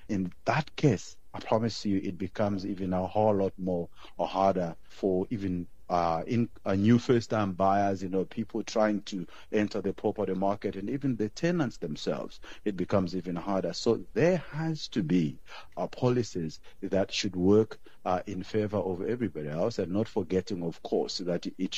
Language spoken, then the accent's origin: English; South Africa; we are South African consumers, we've been through a lot